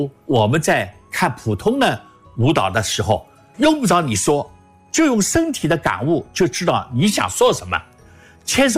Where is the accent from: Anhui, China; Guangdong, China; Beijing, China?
Beijing, China; also born or lived in Shanghai; 我出生在上海，是吧？成长在北京，大城市的生活我很熟悉